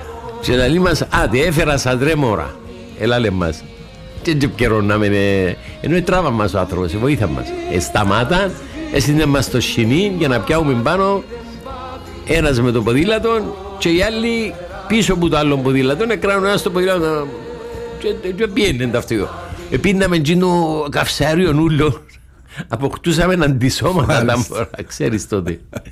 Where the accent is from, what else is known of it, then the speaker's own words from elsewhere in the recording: Klirou, Nicosia District, Cyprus; born there; εγώ γεννήθηκα στην Κλήρου